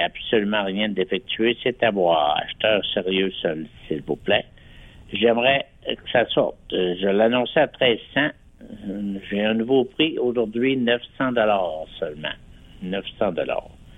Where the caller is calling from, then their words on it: Saguenay, Quebec, Canada; Moi, j'appelle de Jonquière.